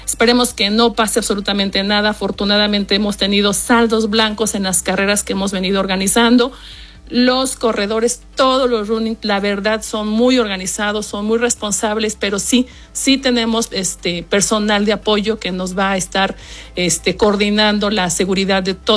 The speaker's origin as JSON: {"language": "Spanish", "town": "Zimapán", "region": "Hidalgo", "country": "Mexico", "moved": "yes", "lives_now": "Pachuca, Mexico", "said": "Somos de Zimapán, en este momento vivimos en Pachuca, pero somos de Zimapán"}